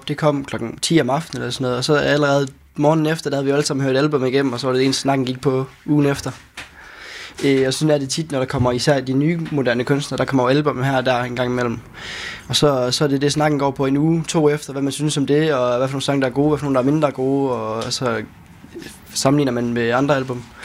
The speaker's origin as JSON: {"language": "Danish", "town": "Aalborg", "region": "North Denmark Region", "country": "Denmark", "said": "Jamen altså, jeg er fra Aalborg, nu ved jeg godt, vi er i Viborg Vinyl."}